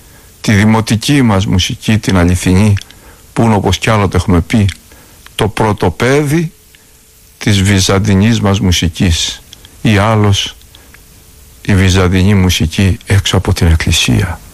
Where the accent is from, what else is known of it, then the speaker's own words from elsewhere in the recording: Greece; της πατρίδος μας, της αιωνίου Ελλάδος μας